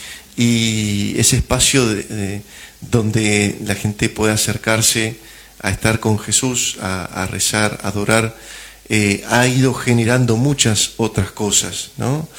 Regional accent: Gualeguaychú, Entre Ríos, Argentina; born there; moved away as an adult; now in Concepción del Uruguay, Argentina; estudié el seminario en Gualeguaychú, siempre había vivido en Gualeguaychú.

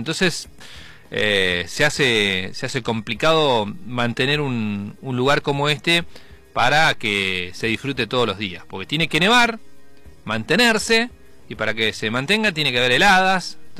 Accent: Neuquén, Argentina; also born or lived in Andacollo; yo nací en Andacollo, me crié en el norte neuquino

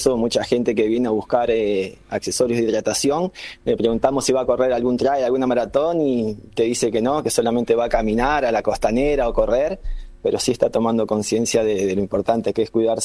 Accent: Piamonte, Santa Fe, Argentina; also born or lived in Buenos Aires / Rosario; now in Posadas, Argentina; conocí a mi señora acá, así que yo soy de un pueblo de Santa Fe, pero me quedé acá

